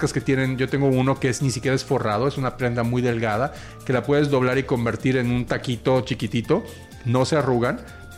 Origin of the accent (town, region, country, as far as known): Mexico